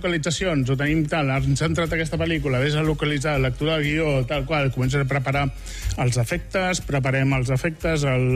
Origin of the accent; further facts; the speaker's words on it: Sant Cugat del Vallès, Catalonia, Spain; moved away as an adult; also born or lived in Puigcerdà; now in Terrassa, Spain; Jo sóc de Sant Cugat, Puigcerdà, i ara visc a Terrassa.